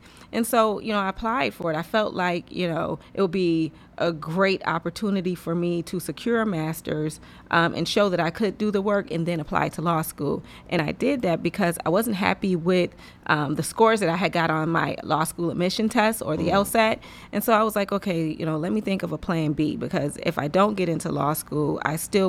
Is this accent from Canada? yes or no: no; Rochester, New York, United States; I am, born and raised.